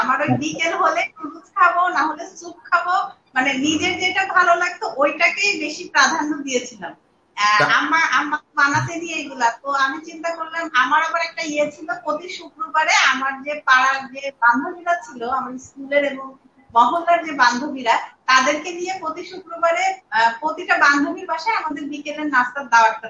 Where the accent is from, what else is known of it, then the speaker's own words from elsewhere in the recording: Kushtia, Khulna Division, Bangladesh; ও আমি তো কুষ্টিয়ার মেয়ে, কুষ্টিয়ায় পড়ালেখা বড় হওয়া